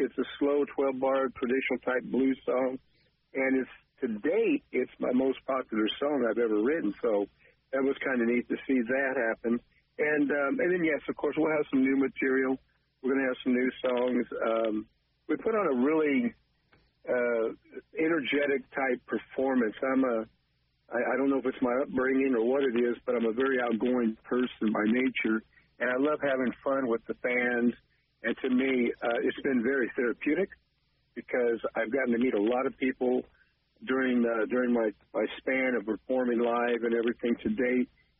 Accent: Bakersfield, California, United States; I had the cover band in my hometown of Bakersfield, California

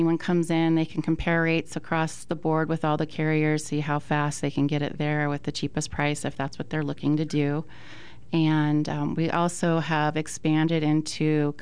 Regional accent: Washington, United States; now in Arizona, United States; So I'm a native from Washington State, but I moved to Arizona in 2019.

